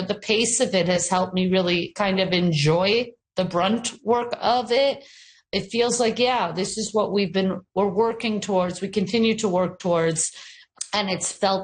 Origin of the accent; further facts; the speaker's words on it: Montreal, Quebec, Canada; I've been selling out in my hometown for some years